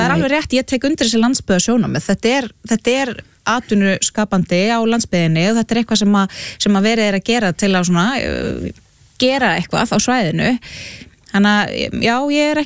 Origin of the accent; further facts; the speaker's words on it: Flúðir, Southern Region, Iceland; ég nú alveg upp á Flúðum dæmis, og það var, svona í minni æsku það var í raun og veru ekkert þangað að sækja.